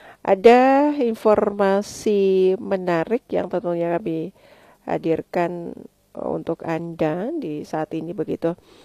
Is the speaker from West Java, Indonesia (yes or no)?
no; Maluku, Indonesia; kita orang Maluku